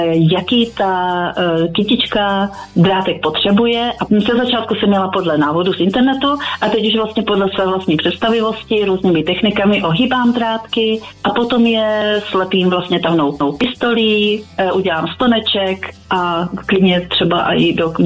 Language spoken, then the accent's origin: Czech; Jeseník, Olomouc Region, Czechia; now in Prague, Czechia; Já jsem z Prahy, teda původem jsem z Moravy, v Jeseníku, ale teď bydlím už dlouho v Praze, v Košířích.